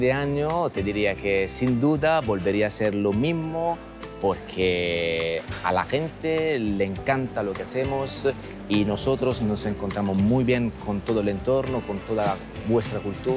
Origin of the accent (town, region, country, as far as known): Italy; Spanish is a second language; moved away as an adult; now in Almería, Spain